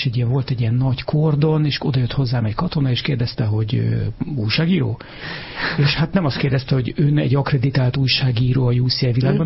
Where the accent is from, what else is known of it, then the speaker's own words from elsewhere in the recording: Hungary; honnan tudod, hogy én magyar vagyok.